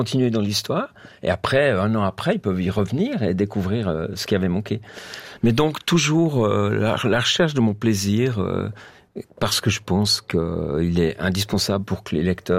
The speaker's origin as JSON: {"language": "French", "country": "Switzerland", "said": "Mais je suis suisse"}